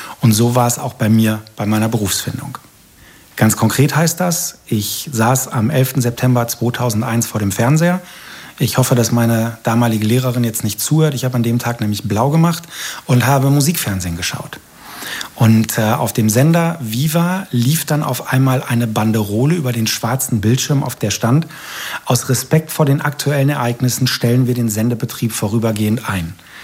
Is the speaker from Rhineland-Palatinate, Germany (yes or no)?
no; Langenfeld, North Rhine-Westphalia, Germany; moved away as an adult; also born or lived in Leverkusen; now in Düsseldorf, Germany; Düsseldorfer tatsächlich erst seit 16 Jahren, aber Rheinländer von Geburt an. Ich bin 1982 in Leverkusen geboren, aufgewachsen in Langenfeld. Das liegt, wie vielleicht viele Ihrer Zuhörerinnen und Zuhörer wissen, genau auf dem sogenannten Kölsch-Alt-Äquator.